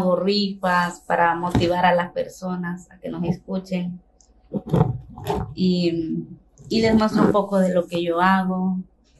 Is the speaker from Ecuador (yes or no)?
no; Tepetitán, Mexico; nací en Tepetitán, todo el tiempo he vivido ahí